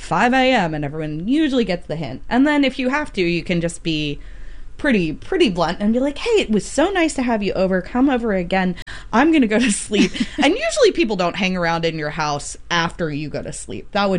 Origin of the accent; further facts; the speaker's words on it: Alabama, United States; So I grew up in the South, in Alabama